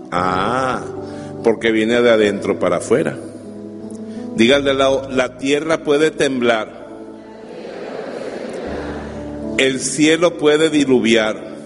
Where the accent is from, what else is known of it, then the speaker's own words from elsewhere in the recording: Bejuma, Carabobo, Venezuela; Cuando yo estaba pequeño, un día fuimos a la hacienda Santa María que quedaba frente a mi pueblo en Bejuma.